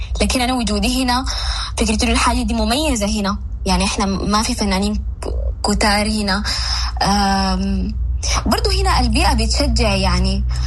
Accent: Saudi Arabia; born there; أنا مولودة في السعودية، ويعني كنت بحكم البعد الجغرافي كنت برضو بعيدة من الثقافة موسيقيا على الأقل إلى حد ما.

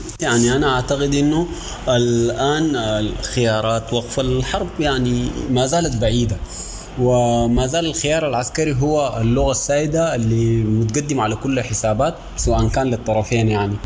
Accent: Sudan; احنا كدوله سودانيه

